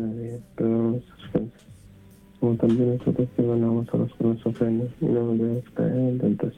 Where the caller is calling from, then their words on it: Rialto, California, United States; De Rialto.